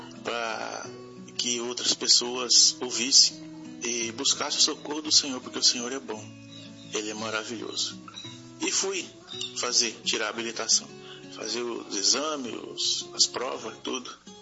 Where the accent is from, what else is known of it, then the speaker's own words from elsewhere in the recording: São José do Rio Preto, São Paulo, Brazil; eu sou daqui de São José do Rio Preto.